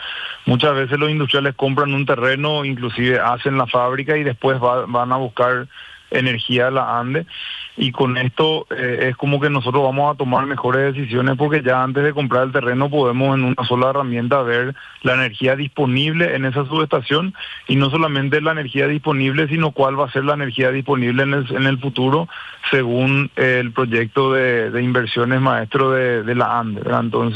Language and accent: Spanish; Paraguay; nuestro país.